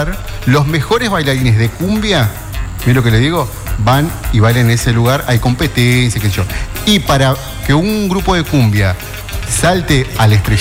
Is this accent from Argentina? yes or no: yes; Santa Fe, Argentina; now in Rosario, Argentina; yo soy rosarino por adopción. Soy santafesino de ley, señor.